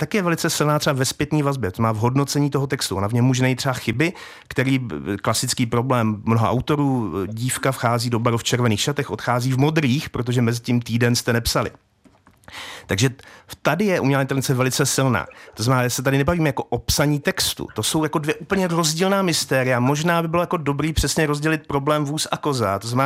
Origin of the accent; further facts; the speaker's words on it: Moravian-Silesian Region, Czechia; jak se říká u nás na Bruntásku, strašnou čočku